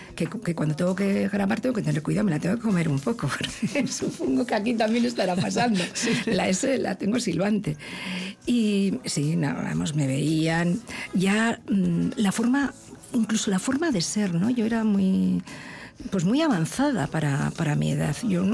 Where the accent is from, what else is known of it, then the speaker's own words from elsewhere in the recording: Vitoria-Gasteiz, Basque Country, Spain; also born or lived in Markina; Yo me siento totalmente vasca, me siento, nací en Marquina, pero yo me siento de Vitoria-Gasteiz, me siento vitoriana, y sé que hay una parte de mí que son mis raíces del sur, ¿no?